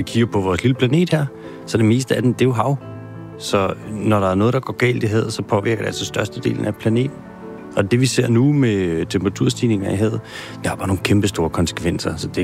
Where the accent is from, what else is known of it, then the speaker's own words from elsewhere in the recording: Capital Region of Denmark, Denmark; der, hvor jeg er vokset op, op i, helt op i Nordsjælland, altså op i nærheden af Gilleleje, der er det noget, som er tæt på. Der er havnekultur, der er, man går på stranden, man tog ned på havnen og købte torsk i gamle dage, eller for et par årtier siden